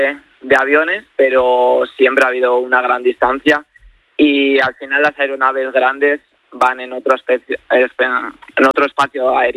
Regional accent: Benavente, Castile and León, Spain; Soy de Benavente.

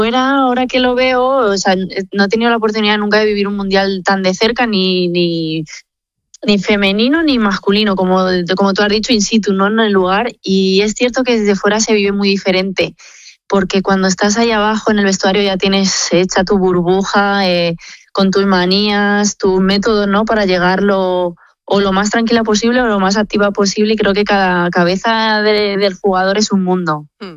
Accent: Community of Madrid, Spain; no soy de Cienpozuelos, pero al final sigue siendo Madrid y sigo siendo madrileña.

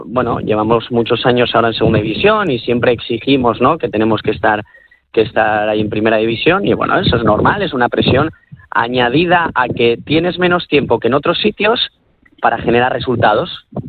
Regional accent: Gijón, Asturias, Spain; muchos de los que somos de Gijón

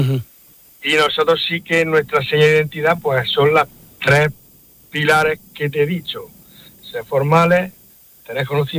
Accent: Porcuna, Andalusia, Spain; en mi pueblo, en Porcuna.

